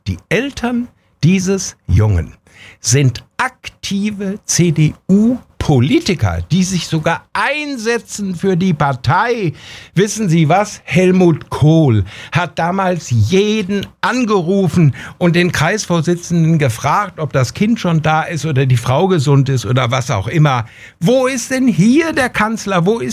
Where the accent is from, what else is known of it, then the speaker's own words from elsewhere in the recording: Bad Oeynhausen, North Rhine-Westphalia, Germany; der Abiturient in Bad Oeynhausen in meiner Heimat abgestochen worden ist. Da bin ich ja ausgeflippt hier. Es war meine Schule.